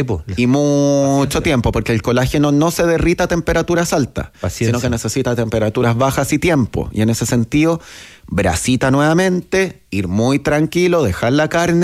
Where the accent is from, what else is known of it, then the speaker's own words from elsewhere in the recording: Chile; Sí, soy de Chile.